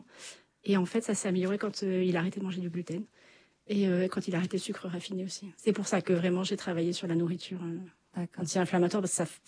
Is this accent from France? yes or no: yes; Chambord, Centre-Val de Loire, France; Et moi, je suis originaire de Chambord à la base.